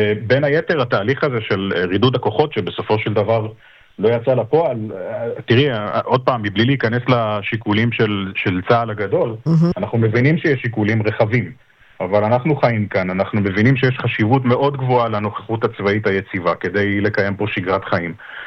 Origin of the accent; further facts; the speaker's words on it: Netivot, Southern District, Israel; now in Nahal Oz, Israel; מהעיר נתיבות.